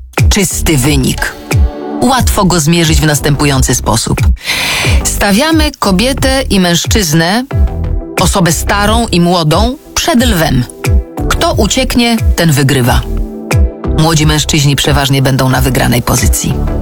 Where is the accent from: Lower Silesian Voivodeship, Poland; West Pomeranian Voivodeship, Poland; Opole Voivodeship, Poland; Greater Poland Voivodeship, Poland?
Lower Silesian Voivodeship, Poland; Wrocław; Jestem z Wrocławia i duże miasto oferowało szeroki wachlarz takich aktywności.